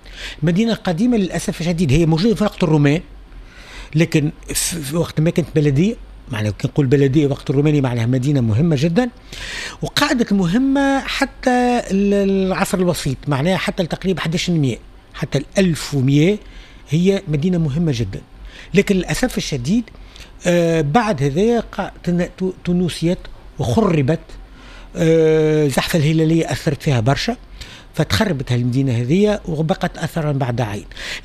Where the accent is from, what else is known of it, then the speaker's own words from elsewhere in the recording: Tunis, Tunis Governorate, Tunisia; باب الجزيره عندنا في تونس